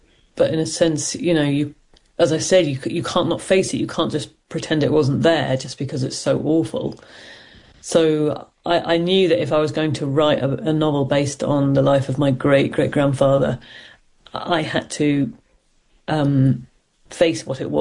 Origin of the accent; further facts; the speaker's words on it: Ireland; also born or lived in Scotland; now in United Kingdom; Well, I think when we moved in the mid-70s, obviously relations between Britain and Ireland were a very, very low ebb